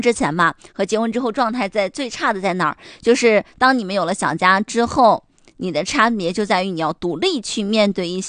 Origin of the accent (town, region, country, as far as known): China